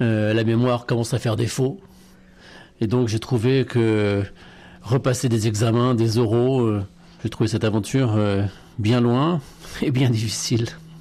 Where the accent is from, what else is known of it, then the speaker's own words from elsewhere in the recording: Blois, Centre-Val de Loire, France; moved away as an adult; also born or lived in Bayeux, Normandy; now in Saintes, France; Alors je suis normand, je suis né dans le Calvados à Bayeux. Je suis fils unique, j'ai vécu une grande partie de mon enfance et de mon adolescence à Blois, dans une famille catholique et pratiquante.